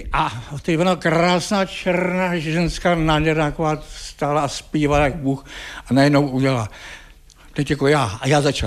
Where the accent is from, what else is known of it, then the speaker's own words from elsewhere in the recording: Plzeň, Plzeň Region, Czechia; moved away; já jsem původně Plzeňák